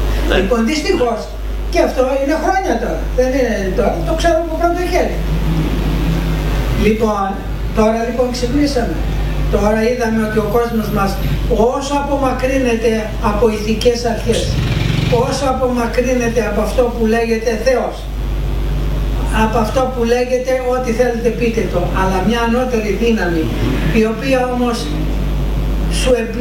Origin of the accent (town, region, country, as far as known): Greece